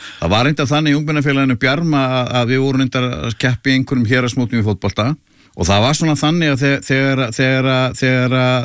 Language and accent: Icelandic; Akureyri, Northeastern Region, Iceland; moved away as an adult; Já, ég flutti nú frá Akureyri þegar ég var 18 ára